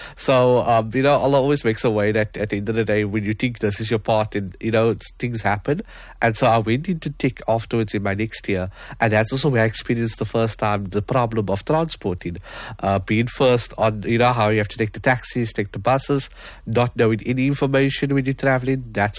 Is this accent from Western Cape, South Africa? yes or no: yes; Cape Town, Western Cape, South Africa; I went to Beacon Hill High School, Beacon Hill, I was from Beacon Valley